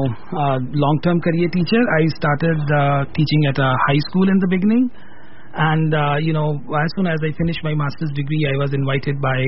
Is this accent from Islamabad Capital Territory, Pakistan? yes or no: no; Punjab, Pakistan; I come from Punjab, which is like Pakistan proper, and it is also kind of exposed to the state narratives.